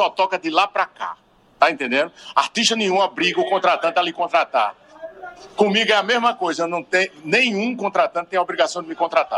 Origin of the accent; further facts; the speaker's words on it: Ceará, Brazil; Eu sou Ceará.